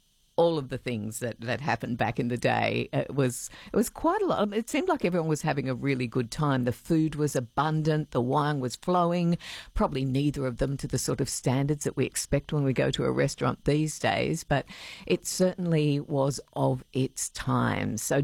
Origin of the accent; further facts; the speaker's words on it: Sydney, New South Wales, Australia; I grew up in Sydney